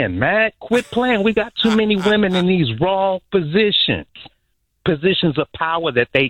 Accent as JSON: {"language": "English", "town": "Chicago", "region": "Illinois", "country": "United States", "tie": "born or raised there", "said": "I'm born and raised in Chicago."}